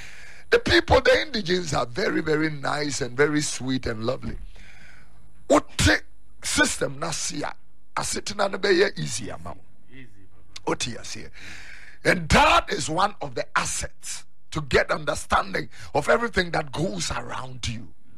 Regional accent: Accra, Greater Accra, Ghana; I was born in Accra, so I see myself more as a girl than a kweu person. Enkrahani ye wo me. No war. … Because I grew up here. I live here. I speak the language.

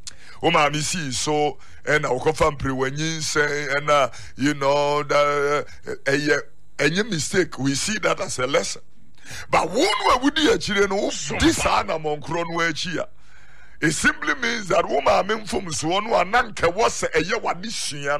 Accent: Accra, Greater Accra, Ghana; born there; I was born in Accra, so I see myself more as a girl than a kwewu person.

